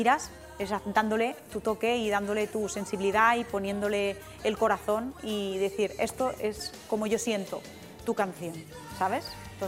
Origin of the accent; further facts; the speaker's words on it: Esparreguera, Catalonia, Spain; also born or lived in Barcelona; Yo soy esparraguera, pero yo nací en Barcelona.